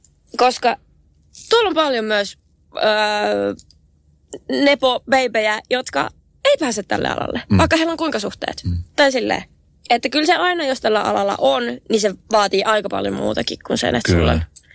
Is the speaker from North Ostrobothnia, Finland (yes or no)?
no; Ylöjärvi, Pirkanmaa, Finland; mä oon tämmönen ylöjärveläinen